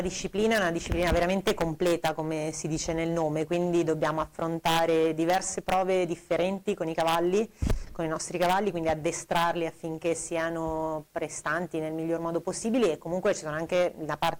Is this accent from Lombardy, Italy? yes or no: yes; Lecco, Lombardy, Italy; io sono di Lecco.